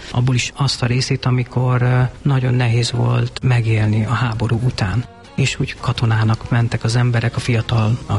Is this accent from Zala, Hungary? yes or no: yes; Nagykanizsa, Zala, Hungary; Hát ugye én Zala megyei vagyok, azon belül is Nagykanizsai